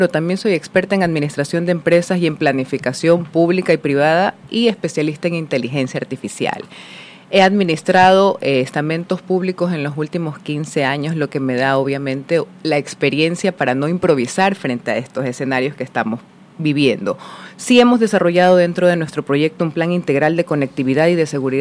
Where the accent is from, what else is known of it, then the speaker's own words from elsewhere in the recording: Ecuador; como ascendiente de San Borondeños, pero sobre todo como una ecuatoriana más que busca mejores días